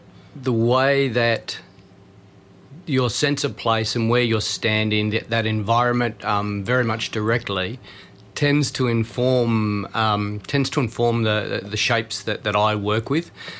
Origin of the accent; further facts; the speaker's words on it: New Zealand; moved away; I think I started my art practice as quite a young person growing up in New Zealand. So where I grew up, we have mountains and a couple good rivers.